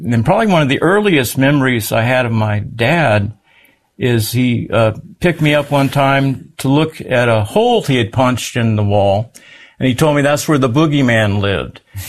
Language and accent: English; San Antonio, Texas, United States; born there; Well, I was born in San Antonio, Texas